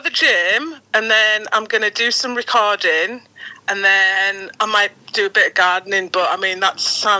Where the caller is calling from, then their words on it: Todmorden, Yorkshire and the Humber, United Kingdom; I'm calling from Todmorden.